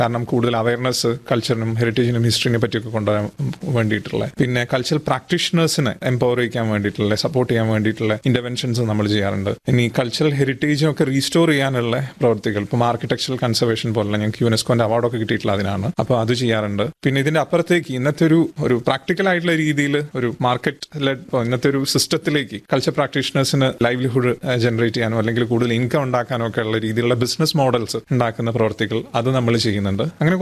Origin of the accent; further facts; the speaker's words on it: Kozhikode, Kerala, India; കാരണം ഇപ്പൊ ഞാൻ വരുന്നത് കോഴിക്കോട് നിന്നാണ്.